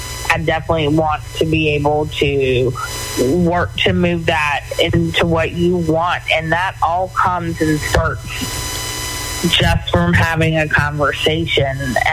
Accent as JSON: {"language": "English", "region": "Pennsylvania", "country": "United States", "tie": "born or raised there", "said": "if there's an opening in Pennsylvania, that I can switch to a load that's in my home state."}